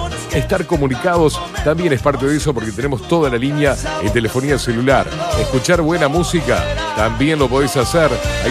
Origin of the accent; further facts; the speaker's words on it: Uruguay; Porque yo en la penca voy a poner con letra mayúscula Uruguay. Soy uruguayo, muchacho.